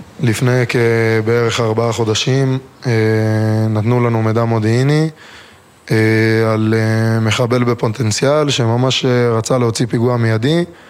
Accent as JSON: {"language": "Hebrew", "town": "Gan Yavne", "region": "Central District", "country": "Israel", "said": "אני בן 19 מגן יבנה"}